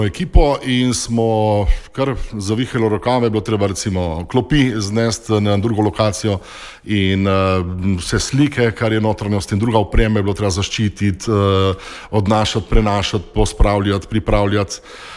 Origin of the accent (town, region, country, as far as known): Slovenian Littoral, Slovenia; now in Šempeter pri Gorici, Slovenia